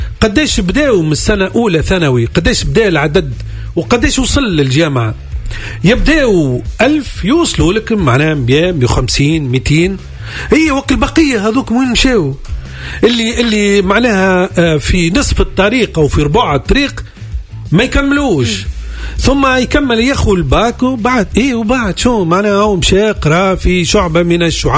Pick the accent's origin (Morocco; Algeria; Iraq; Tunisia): Tunisia; احنا المشكلة عندنا في تونس وزارة التربية تجيك في كل العام